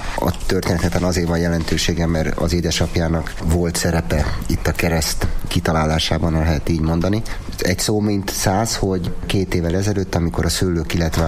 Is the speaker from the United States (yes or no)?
no; Budapest, Hungary; now in Badacsony, Hungary; jó magam, a feleségem, a családom, hogy a budapestiek vagyunk. 10 éve kezdtünk itt vállalkozásba, Badacsonyba, panzió és borászat. Mondanám azt, hogy ilyen második otthonunk lett Badacsony.